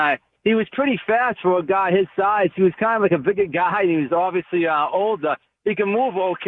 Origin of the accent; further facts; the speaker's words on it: Brockton, Massachusetts, United States; I'm from Brockton. I don't know if you know that, but I'm from over there. I'm from that area. And nothing really comes good out of Brockton.